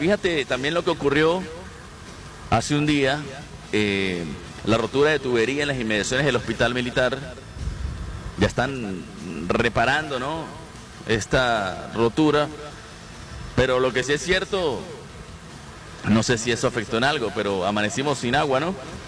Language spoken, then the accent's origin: Spanish; Venezuela